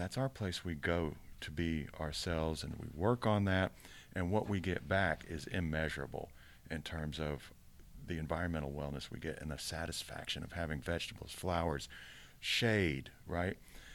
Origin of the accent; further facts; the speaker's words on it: Georgia, United States; I'm from Georgia.